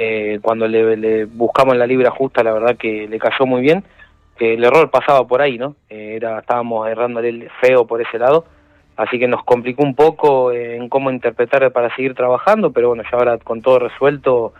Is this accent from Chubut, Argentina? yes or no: no; La Plata, Buenos Aires Province, Argentina; born there; now in Berisso, Argentina; Yo, nacido en La Plata, vivo en Berizzo.